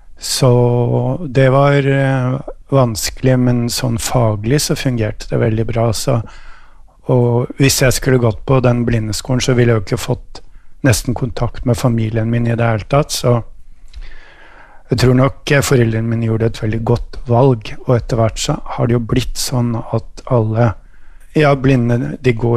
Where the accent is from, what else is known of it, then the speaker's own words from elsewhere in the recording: Eggedal, Buskerud, Norway; Jeg vokste opp i Eggedal i Buskerud, der opp ved Norefjell. En typisk fjellbygd. Og jeg gikk på skole der, så det var starten.